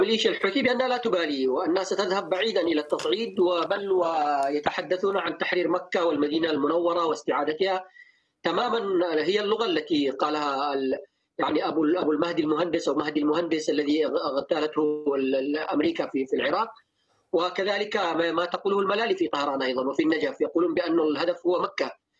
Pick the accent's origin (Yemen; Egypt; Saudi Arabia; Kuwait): Yemen; now in Istanbul, Turkey; وما نحن نؤمن به كيمنيين